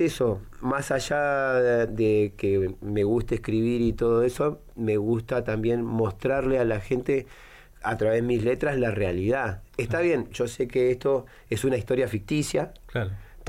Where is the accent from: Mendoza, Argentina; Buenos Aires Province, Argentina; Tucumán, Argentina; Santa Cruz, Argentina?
Santa Cruz, Argentina; Río Gallegos; De acá, de Río Gallegos. Nací.